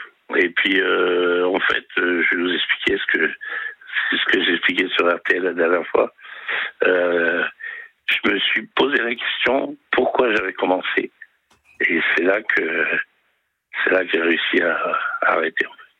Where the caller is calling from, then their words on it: Nantes, Pays de la Loire, France; je suis dans 44, à Nantes.